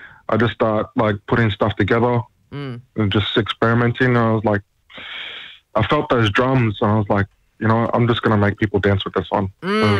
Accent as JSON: {"language": "English", "town": "Darwin", "region": "Northern Territory", "country": "Australia", "tie": "born or raised there", "also_born_or_lived": "Alice Springs / Lajamanu / Docker River", "lives_now": "Adelaide, Australia", "said": "I was born in Alice Springs in 93. Grew up in Darwin. Grew up in Darwin and lived in Lajimanu and Dock River, and now I'm in Adelaide."}